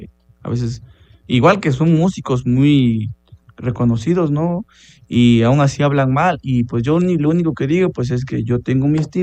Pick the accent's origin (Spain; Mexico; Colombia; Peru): Mexico; San Rafael La Paz; el 8 allá por mi pueblo, por San Rafael La Paz, Guadalupe